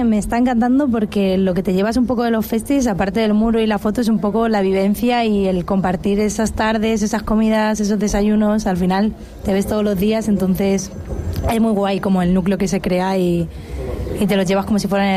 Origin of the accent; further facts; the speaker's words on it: Madrid, Community of Madrid, Spain; yo soy de Madrid, no hay tanta naturaleza